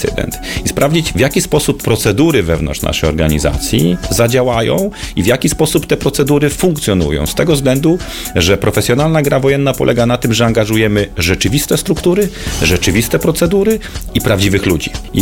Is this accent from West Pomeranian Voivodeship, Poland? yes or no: no; Stronie Śląskie, Lower Silesian Voivodeship, Poland; Ja pochodzę ze Stronia Śląskiego, więc jestem doświadczony jak i w 97, tak i w 24 roku